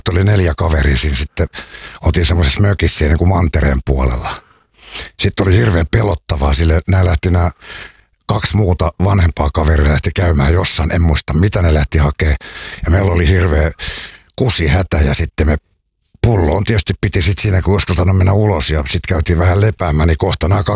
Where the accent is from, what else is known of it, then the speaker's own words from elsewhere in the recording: Helsinki, Uusimaa, Finland; Stadista.